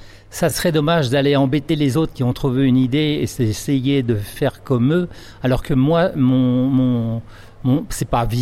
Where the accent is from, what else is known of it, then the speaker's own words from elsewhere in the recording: Castillon-du-Gard, Occitanie, France; je viens de Castillon-du-Gard, juste à côté du pont du Gard, mais vraiment à côté. Et j'ai un atelier qui fait 350 m², donc un grand atelier dans lequel je vis.